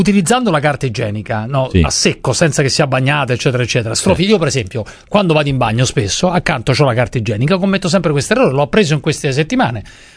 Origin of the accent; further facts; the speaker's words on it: Orvieto, Umbria, Italy; umbro come me, io sono di Orvieto